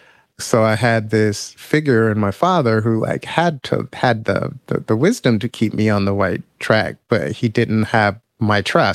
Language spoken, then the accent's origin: English; United States; born or raised there